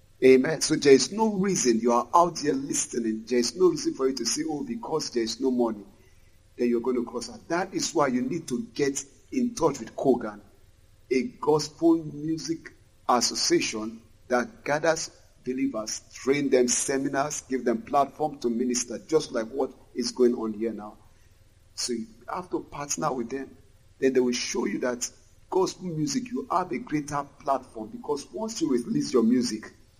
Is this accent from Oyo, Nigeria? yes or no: no; Lagos, Nigeria; The moment I got to the gate, I said, I'm an artist from Lagos.